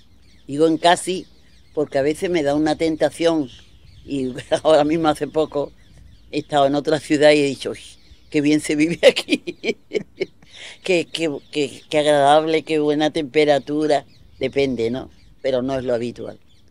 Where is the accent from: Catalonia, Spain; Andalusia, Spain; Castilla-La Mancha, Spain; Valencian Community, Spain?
Andalusia, Spain; Seville; Como ciudadana sevillana, vamos, como sevillana. Y como sevillana, yo soy una sevillana, digamos, seria.